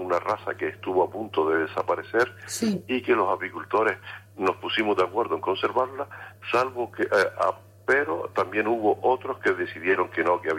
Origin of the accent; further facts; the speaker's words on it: Canary Islands, Spain; en Canarias somos unos 1.250 apicultores